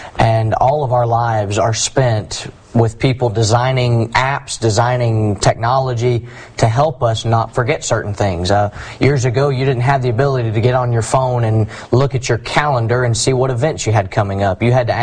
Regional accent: Southaven, Mississippi, United States; now in Somerville, United States; I'm from South Haven, Mississippi. I preach now in the Somerville, Tennessee area, the Somerville Church of Christ, and I've been there going on 3 years this September.

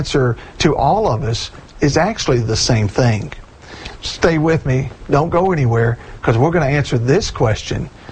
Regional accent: United States; I record this in the United States of America. I am an American, and I'm proud to be an American citizen.

